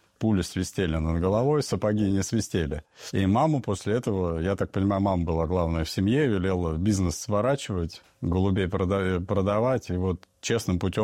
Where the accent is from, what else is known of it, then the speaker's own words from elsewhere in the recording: Polysayevo, Kemerovo Oblast, Russia; born there; Родился в Кемеровской области, Полываево, поселок Шахтеров.